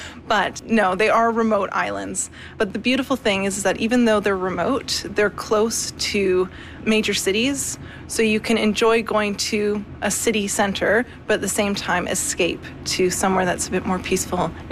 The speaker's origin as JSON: {"language": "English", "town": "Barrier", "region": "British Columbia", "country": "Canada", "said": "I'm from Barrier, British Columbia"}